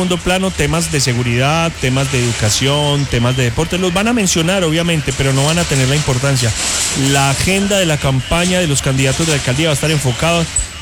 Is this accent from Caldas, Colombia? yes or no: no; Pereira, Risaralda, Colombia; porque me crié ahí. Soy del centro, soy del Parque de la Libertad, soy de la antigua galería, soy del barrio La Paz. En toda esa zona me criaron ahí mis papás.